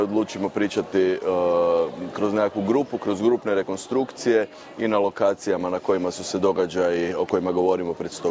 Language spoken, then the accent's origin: Croatian; Rijeka, Primorje-Gorski Kotar County, Croatia; Sa talijanske strane granice priča o Danunciju jako razlika od priče kod nas u Rijeci